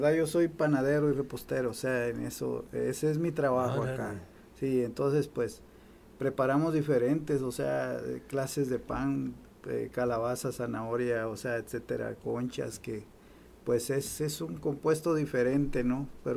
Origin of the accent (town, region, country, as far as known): Guatemala; moved away